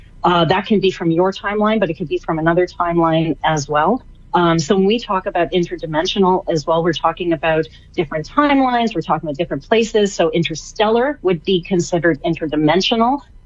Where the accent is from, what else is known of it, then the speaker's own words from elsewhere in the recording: Canada; I'm Canadian, I'll still say that.